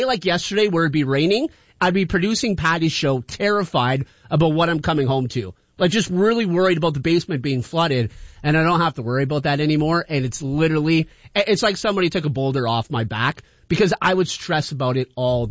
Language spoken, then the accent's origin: English; Canada; We're Canadian